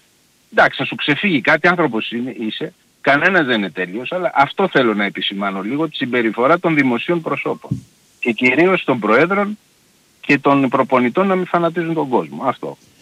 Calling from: Nea Filadelfeia, Attica, Greece; από την Νέα Φιλαδέλφια

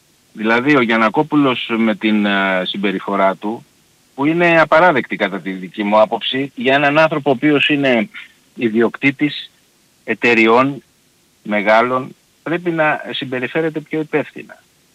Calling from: Nea Filadelfeia, Attica, Greece; από την Νέα Φιλαδέλφεια, Αγγλής και εγώ.

